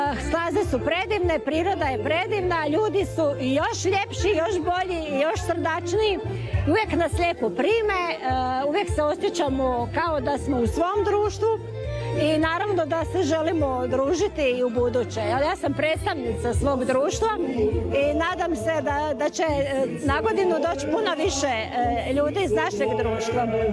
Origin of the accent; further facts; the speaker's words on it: Osijek, Osijek-Baranja County, Croatia; dolazimo iz Osijeka, iz Rušljan Jankovac.